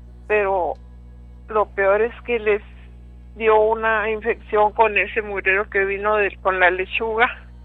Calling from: Del Rio, Texas, United States; De Del Río.

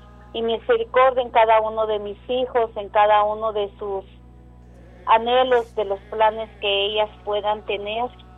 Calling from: Reno, Nevada, United States; hablo de Reno, Nevada.

